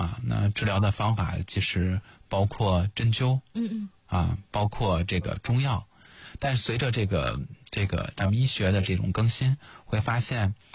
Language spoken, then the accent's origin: Chinese; China; 作为中国人